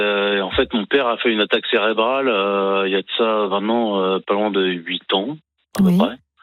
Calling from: Brittany, France; Je suis breton.

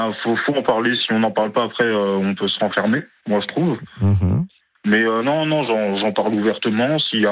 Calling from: Grand Est, France; Moi, je suis d'Alsace

